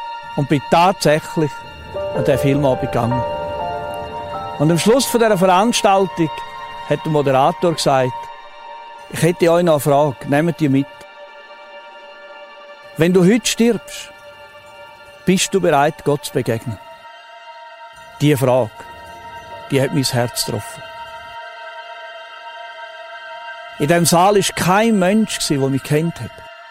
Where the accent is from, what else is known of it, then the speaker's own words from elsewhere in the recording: Switzerland; Total beängstigend, irritiert, habe ich die Armeewaffen geladen, die ich als Schweizer Soldat in der Stube hatte.